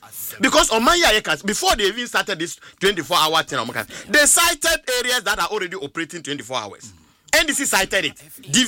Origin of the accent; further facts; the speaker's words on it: Abomosu, Eastern Region, Ghana; I'm from Abomosu in the eastern region.